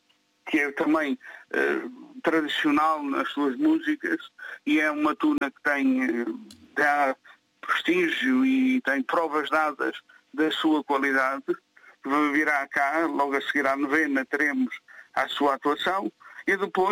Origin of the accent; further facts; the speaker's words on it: Azores, Portugal; Esta partilha que também faz parte da nossa vivência como açorianos.